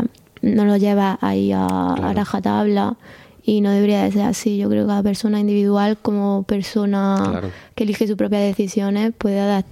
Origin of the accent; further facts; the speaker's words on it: a village in Granada province, Andalusia, Spain; now in Granada, Spain; yo vengo de un pueblo de Granada